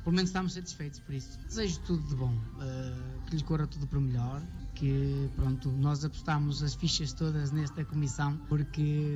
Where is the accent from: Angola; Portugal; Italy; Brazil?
Portugal; somos de Figueirão